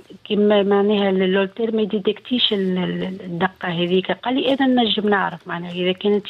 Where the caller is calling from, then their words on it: Tunis, Tunis Governorate, Tunisia; أنا … من تونس